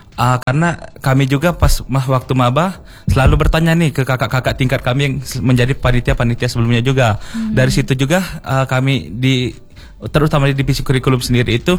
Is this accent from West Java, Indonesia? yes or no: no; Muara Enim, South Sumatra, Indonesia; now in Palembang, Indonesia; Kalau untuk domisili asal saya sendiri, yaitu berasal dari Muara Enim, tempatnya di Kecamatan Semendo Darat Laut.